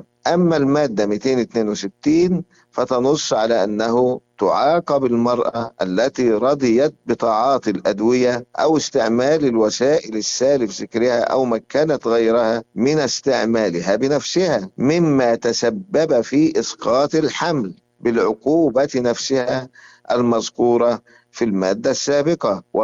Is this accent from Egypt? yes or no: yes; Egypt; عندنا في مصر